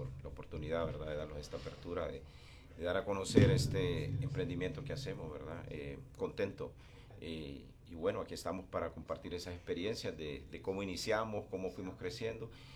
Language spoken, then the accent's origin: Spanish; Tegucigalpa, Francisco Morazán, Honduras; nosotros somos de ahí, de la Kennedy.